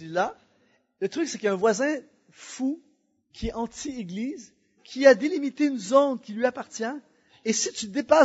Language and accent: French; Quebec, Canada; Je suis retourné chez nous au Canada.